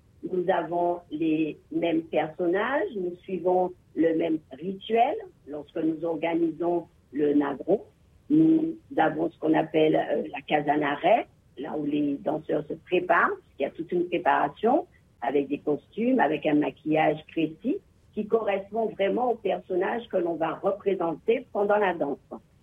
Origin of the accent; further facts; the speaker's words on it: Guadeloupe; chez nous en Guadeloupe